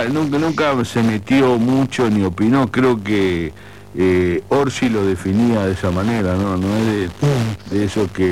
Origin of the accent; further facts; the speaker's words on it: Uruguay; representa lo que somos los uruguayos